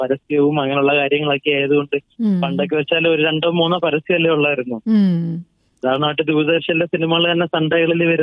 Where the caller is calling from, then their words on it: Kilikollur, Kerala, India; ഞാൻ കൊല്ലം ജില്ലയിലെ കിളികല്ലൂരിൽ നിന്നാണ് വിളിക്കുന്നത്.